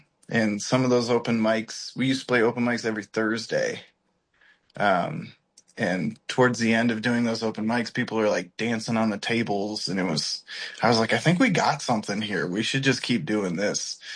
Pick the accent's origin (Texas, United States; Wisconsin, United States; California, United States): Wisconsin, United States; Monroe; moved away as an adult; also born or lived in Oshkosh, Wisconsin; now in Minneapolis, United States; I was born and raised in Monroe, Wisconsin. It's well known for its cheese days celebration. Mm-hmm. Kind of keeps you humble growing up with that many polka bands.